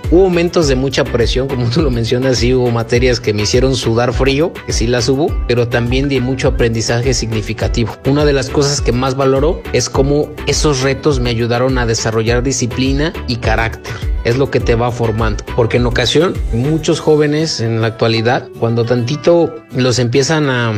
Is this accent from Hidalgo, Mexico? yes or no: yes; Huejutla, Hidalgo, Mexico; amado Huejutla, porque yo sí estoy enamorado de mi pueblo y es un orgullo pertenecer a él.